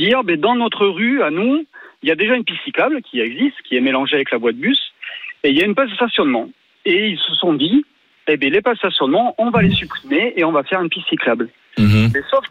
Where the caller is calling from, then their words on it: Bordeaux, Nouvelle-Aquitaine, France; moi j'habite à Bordeaux, donc nous c'est la ville justement où la piste cyclable fleurit partout.